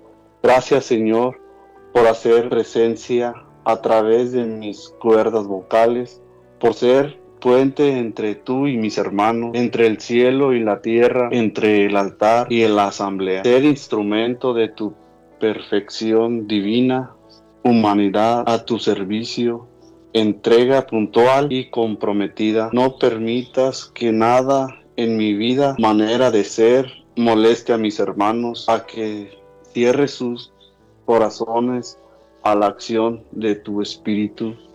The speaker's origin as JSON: {"language": "Spanish", "town": "Ciudad Hidalgo", "region": "Michoacán", "country": "Mexico", "said": "Soy originario de México, de Ciudad Hidalgo, Michoacán"}